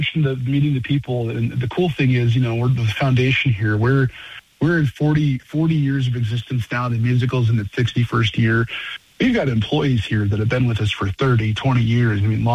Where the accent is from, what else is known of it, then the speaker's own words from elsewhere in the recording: Bowman, North Dakota, United States; I'm a North Dakota resident first and foremost, right? I grew up in Bowman. I lived in the southwest corner my entire life